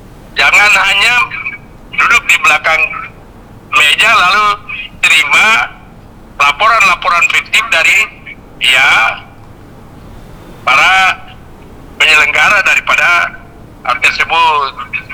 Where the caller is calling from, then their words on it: Indonesia; Saya lihat aja di desa kami atau kecamatan kami di Laut Utara